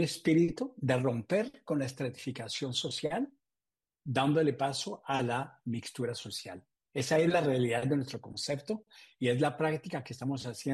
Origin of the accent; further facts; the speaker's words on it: Colombia; born there; Yo nací en Colombia